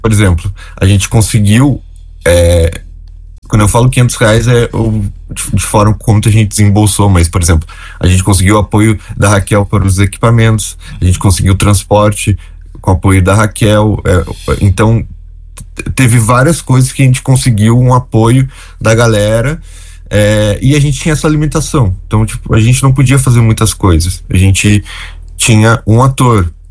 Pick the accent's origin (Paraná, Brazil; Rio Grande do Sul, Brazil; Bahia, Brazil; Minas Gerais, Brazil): Rio Grande do Sul, Brazil; Rio Grande; E eu, que sou de Rio Grande